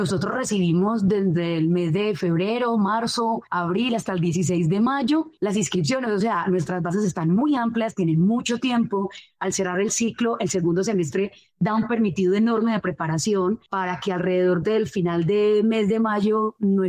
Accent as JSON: {"language": "Spanish", "region": "Antioquia", "country": "Colombia", "said": "soy antioqueña"}